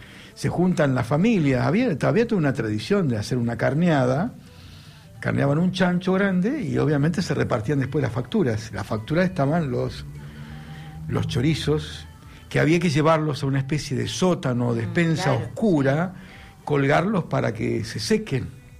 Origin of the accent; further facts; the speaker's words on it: Puan, Buenos Aires Province, Argentina; now in Trelew, Argentina; está cumpliendo 150 años mi pueblo natal, Puan.